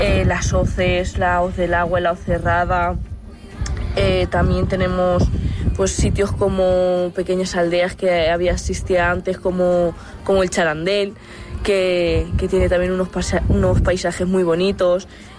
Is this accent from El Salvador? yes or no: no; Enguídanos, Castilla-La Mancha, Spain; nada, pues soy de aquí de Enguídanos. Tengo 25 años, así que llevo toda mi vida viviendo aquí.